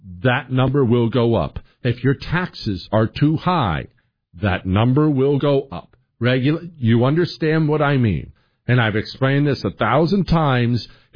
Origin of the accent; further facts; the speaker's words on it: Rocky Mountains, United States; I grew up in the Rocky Mountains myself, spent a lot of time in Denver.